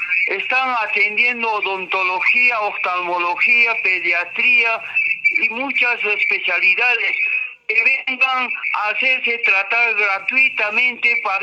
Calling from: Cusco, Peru; yo estoy acá en la parte alta de Ticatica.

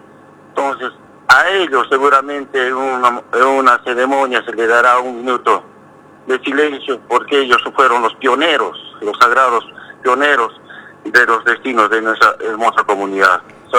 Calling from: Calca, Cusco, Peru; todo mi pueblo, a toda mi comunidad de Juqui

